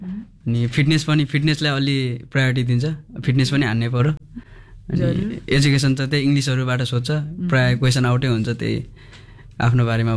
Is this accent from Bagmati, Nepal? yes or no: no; Kohalpur, Lumbini Province, Nepal; मेरो घर नेपालगञ्ज दिदी